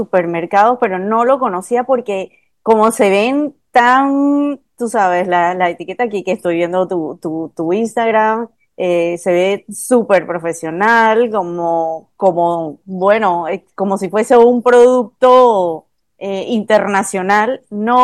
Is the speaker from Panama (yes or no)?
yes; Chiriquí, Panama; crecimos en Chiriquí, siempre en Tierras Altas